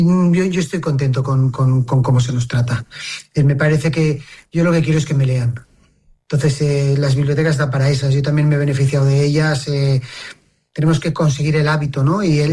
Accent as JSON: {"language": "Spanish", "town": "Barcelona", "region": "Catalonia", "country": "Spain", "said": "Barcelona es un imperdible 100%, porque además yo soy barcelonés"}